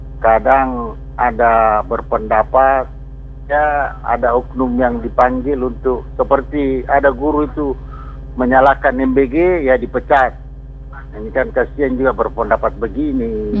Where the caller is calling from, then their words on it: Parepare, South Sulawesi, Indonesia; Kalau kita ini orang Pare-Pare